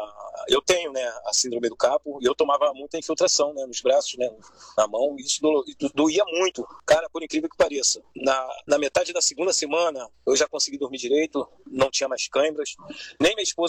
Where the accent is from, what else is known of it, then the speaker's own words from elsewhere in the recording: Mesquita, Rio de Janeiro, Brazil; Eu sou lá de Mesquita.